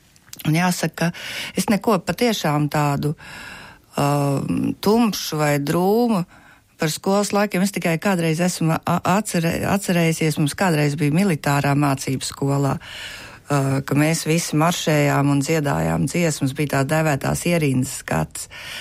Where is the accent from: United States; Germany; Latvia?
Latvia; Kuldīga, Kurzeme; moved away as an adult; es esmu dzimusi augus Kuldīgā